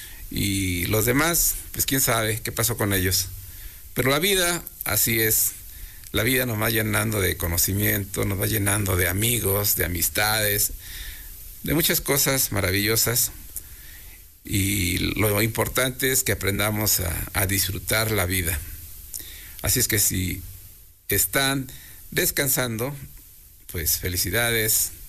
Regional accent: Izúcar de Matamoros, Puebla, Mexico; también traen muchos recuerdos maravillosos para los que somos de aquí de Izúcar

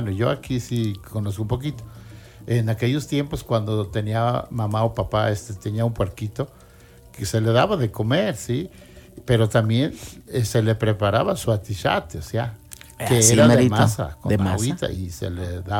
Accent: Mexico; en mi tierra, por allá en mi pueblo de Soquiapa.

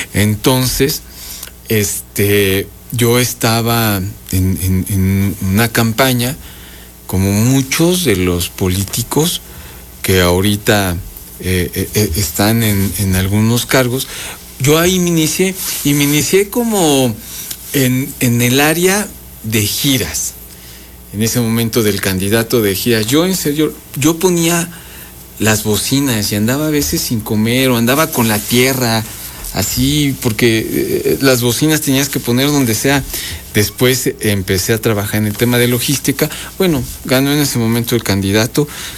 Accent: Puebla, Mexico; Pues yo soy orgullosamente, bueno, sí conoce la gente, ¿no? Soy orgullosamente poblano.

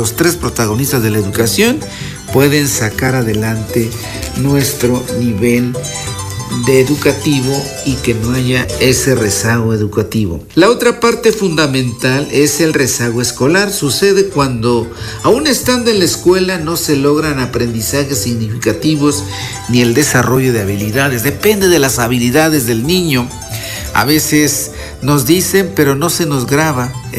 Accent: Ajalpan, Puebla, Mexico; Spanish is a second language; nuestra región de Tehuacán, concretamente en el municipio de Ajalpan

